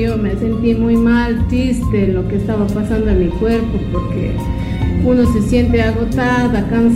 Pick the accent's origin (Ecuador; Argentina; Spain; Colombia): Ecuador; Javier Loyola, Cañar; De Javier Loyola, Shuyin.